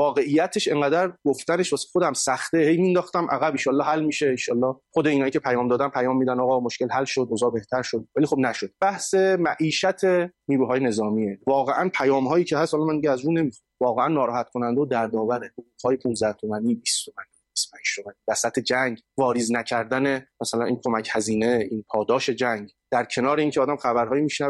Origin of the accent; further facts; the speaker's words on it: Iran; به عنوان یک ایرانی، به عنوان یک هموطن،